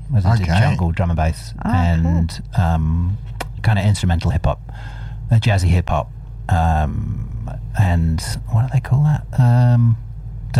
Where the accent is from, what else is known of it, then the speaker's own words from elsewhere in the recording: Nottingham, East Midlands, United Kingdom; moved away as an adult; also born or lived in Scunthorpe; I'm from Nottingham.